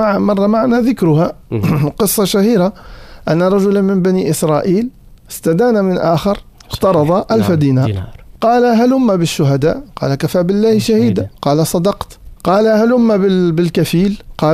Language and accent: Arabic; Sfax Governorate, Tunisia; عندنا في صفاقس